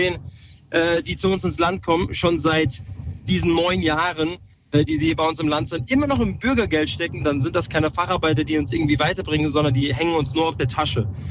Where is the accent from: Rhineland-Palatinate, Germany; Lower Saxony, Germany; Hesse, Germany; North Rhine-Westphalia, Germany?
Hesse, Germany; Wiesbaden; Grüße in meiner Heimatstadt nach Wiesbaden. Da bin ich geboren und aufgewachsen.